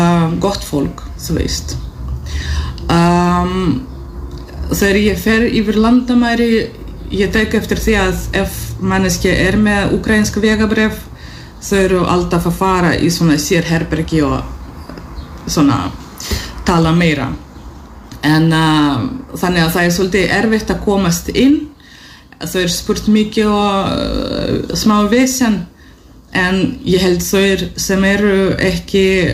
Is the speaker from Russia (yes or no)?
yes; Russia; Icelandic is a second language; now in Iceland; það ekki bara að vera rússi heldur líka innflytjandi af því að þessi spurning hvaðan ertu þú talar svo góða íslensku lalalala